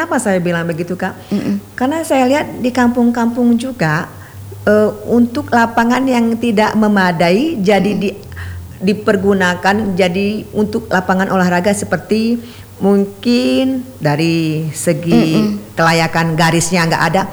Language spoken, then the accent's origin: Indonesian; Aceh, Indonesia; moved away; also born or lived in Bandung, West Java; saya mau balik ke Aceh